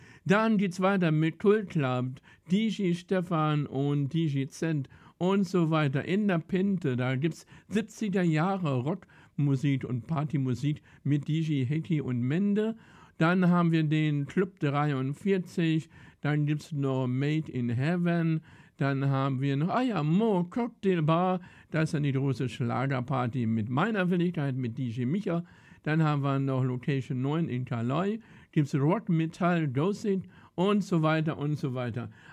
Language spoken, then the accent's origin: German; Hameln, Lower Saxony, Germany; Ich komme ja aus Hameln, aus der wunderschönen Rattenfängerstadt.